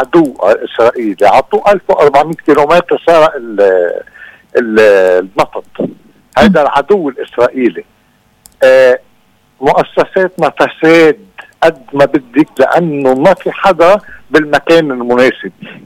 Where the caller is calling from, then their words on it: Beirut, Beirut Governorate, Lebanon; أنا من الأشرفية